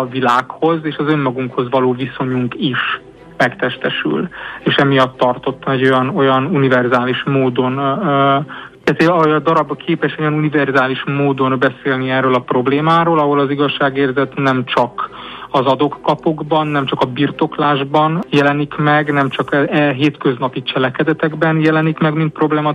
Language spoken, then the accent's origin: Hungarian; Szentendre, Pest, Hungary; én Szentendrén nőttem fel, és ilyen értelemben nagyon örülök annak, hogy valamit úgymond haza tudok vinni az alma máterbe, vagy a gyermekkornak a helyszínére.